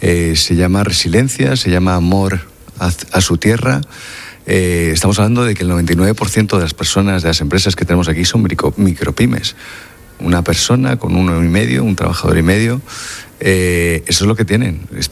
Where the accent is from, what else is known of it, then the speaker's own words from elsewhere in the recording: Madrid, Community of Madrid, Spain; now in Ceuta, Spain; Es verdad que yo soy madrileño, que llevo 25 años aquí, pero yo soy caballa.